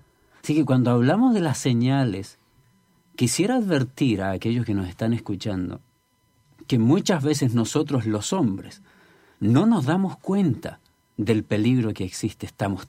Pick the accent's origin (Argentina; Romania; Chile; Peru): Chile; also born or lived in Ecuador; now in United States; yo haya tenido también la oportunidad de estar aquí en los Estados Unidos y originalmente de Chile, salir de Chile, ir al Ecuador a vivir por tanto tiempo